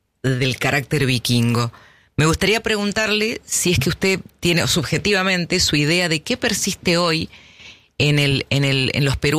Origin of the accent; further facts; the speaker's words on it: Tucumán, Argentina; Yo soy tucumana.